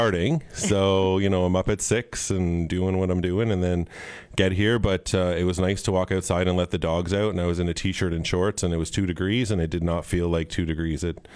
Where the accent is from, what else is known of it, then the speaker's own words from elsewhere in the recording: Brampton, Ontario, Canada; I mean, I grew up in Brampton, so we used to go.